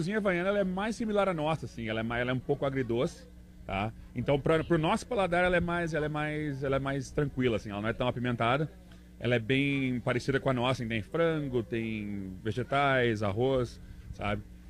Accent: Brazil; moved away; quando a gente veio do Brasil, ele gosta de jogar futebol, E aqui a gente sabia que era cidade de futebol.

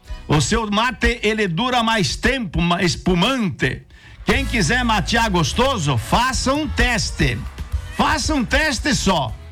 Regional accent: Lindóia do Sul, Santa Catarina, Brazil; A Fruteira Colonial Chuque, em Lindóia do Sul, na minha terra natal.

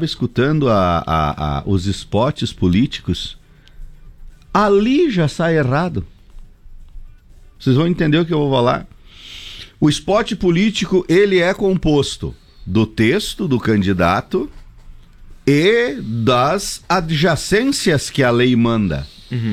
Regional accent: Caçador, Santa Catarina, Brazil; que eu venho lá de Caçador, Videira, Rio das Antas, né?

